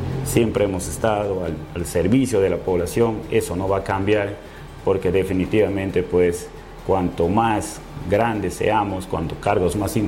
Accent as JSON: {"language": "Spanish", "town": "Lamas", "region": "San Martín", "country": "Peru", "said": "porque soy de Lamas"}